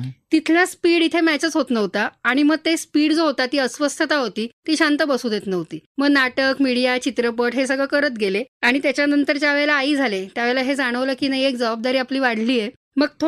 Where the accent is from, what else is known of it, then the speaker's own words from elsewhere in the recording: Mumbai, Maharashtra, India; moved away as an adult; now in Nashik, India; मी आहे खरं तर मुंबईची